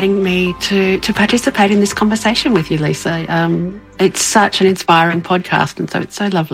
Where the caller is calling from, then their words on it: Brisbane, Queensland, Australia; I'm coming in from Brisbane in Australia